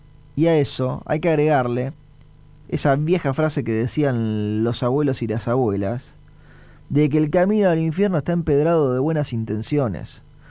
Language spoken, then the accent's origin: Spanish; Argentina